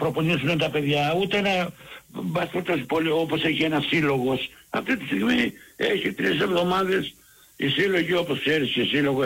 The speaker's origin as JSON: {"language": "Greek", "region": "Peloponnese", "country": "Greece", "said": "επειδή είμαι και Λάκωνας να είναι από την πατρίδα μου."}